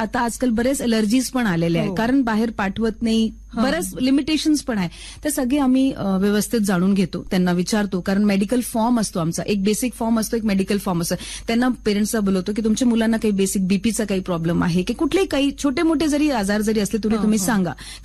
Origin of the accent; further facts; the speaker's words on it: Chandigarh, India; moved away; also born or lived in Himachal Pradesh; माझा hometown Chandigarh plus Himachal तर माझा जो रूट्स आहे ते खूप स्ट्रॉंग आहे